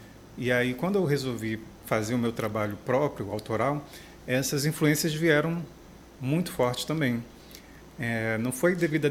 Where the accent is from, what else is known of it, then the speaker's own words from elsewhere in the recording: Pará, Brazil; also born or lived in Manaus / Amapá / Acre; eu nasci em Manaus, mas aos 2 anos nós fomos embora, minha família, meu pai era bancário, então ele era transferido para vários lugares, então a gente morou, por exemplo, eu acho que umas 6 cidades ou 7 cidades aqui do Pará